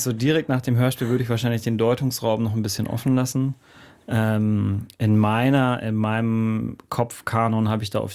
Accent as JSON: {"language": "German", "region": "Bavaria", "country": "Germany", "said": "Zwischen München und Garmisch-Partenkirchen. Genau, also ziemlich genau dazwischen."}